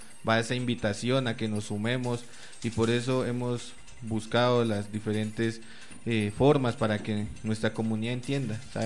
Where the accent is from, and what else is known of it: Colombia